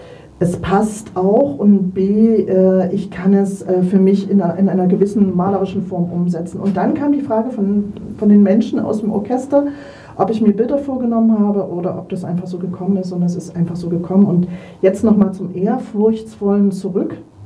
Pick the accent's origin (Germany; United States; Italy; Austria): Germany; Saxony; das ist meine Heimatstadt und ich kann da zu Fuß, was weiß ich, dahin laufen, bin an der Thomaskirche, bin am Mendelssohn-Denkmal